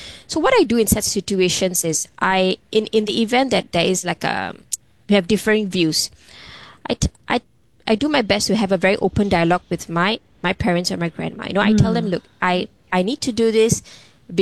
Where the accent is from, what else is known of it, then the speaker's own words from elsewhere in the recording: Singapore; as a Singaporean, right? You have your own identity, and of course, being an Indian Singaporean